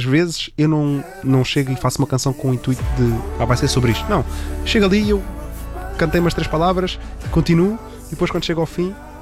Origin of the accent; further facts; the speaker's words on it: Lisbon, Portugal; Sou daqui de Lisboa, aqui ao lado.